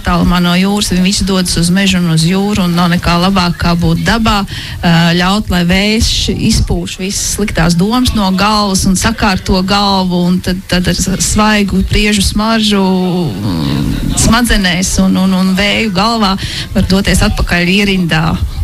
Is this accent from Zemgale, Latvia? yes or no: no; Tukums, Tukums Municipality, Latvia; es personīgi dotos mežā vai uz jūru, jo es pat esmu no Tukumums līdz jūrai, tur 10 minūtes ir auto, stunda ar velosipēdu.